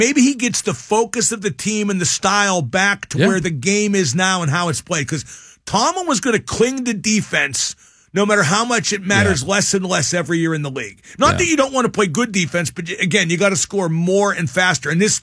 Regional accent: Pittsburgh, Pennsylvania, United States; I'm from Pittsburgh.

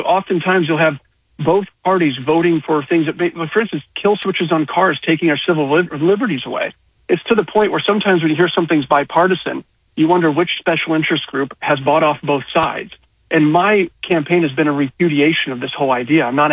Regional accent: Iowa, United States; Born and raised in Iowa, live in Iowa.

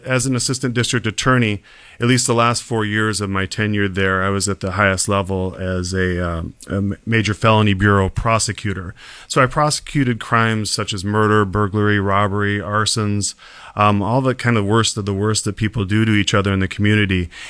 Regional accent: Nebraska, United States; moved away as an adult; also born or lived in Minneapolis; now in Western New York, United States; I didn't grow up in upstate Western New York. I grew up in Nebraska. I went to the University of Nebraska

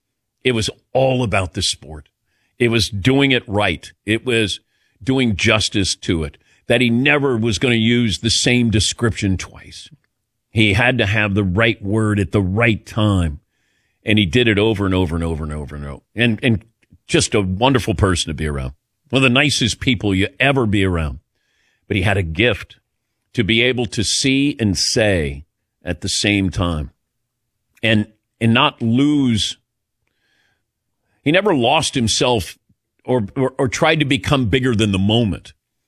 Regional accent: Cincinnati, Ohio, United States; I grew up in Cincinnati.

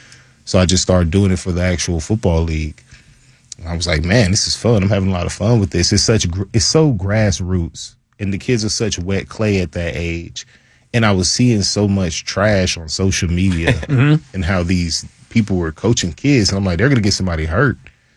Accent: Florida, United States; I grew up in Central Florida and I was a Florida State fan

